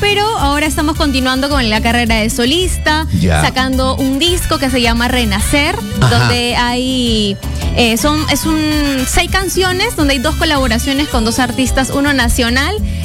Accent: Huarmey, Ancash, Peru; yo soy de la ciudad de Huarmey.

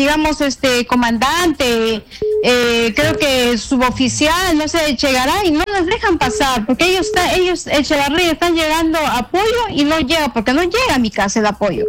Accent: Pupuya, Junín, Peru; born or raised there

